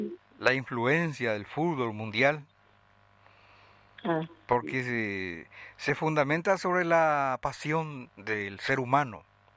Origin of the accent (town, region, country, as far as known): Paraguay